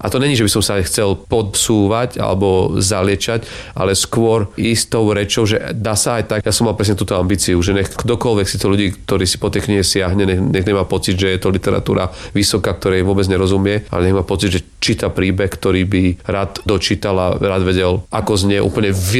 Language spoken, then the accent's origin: Slovak; eastern Slovakia, Slovakia; A ja som mal to šťastie, že vlastne pochádzam z rodiny z východu Slovenska, kde ako malé dieťa som ešte zažil.